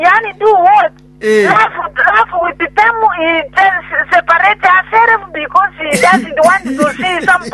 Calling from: Riamakanda, Kenya; English is a second language; from Riamakanda.

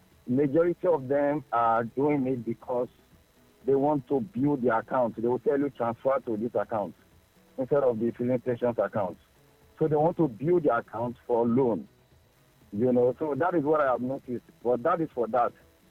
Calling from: Lagos, Nigeria; I'm calling from Ikoyi right now.

